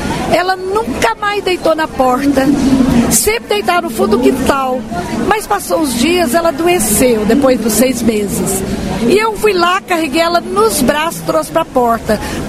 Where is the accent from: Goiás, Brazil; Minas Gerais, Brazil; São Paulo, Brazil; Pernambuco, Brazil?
Goiás, Brazil; Goiânia; Sou de Goiânia mesmo, do estado de Goiás, né? Sou de Barzagão. E milito em Goiânia já há 62 anos, fui criada aqui. E o caso interessante, apesar de ser espírita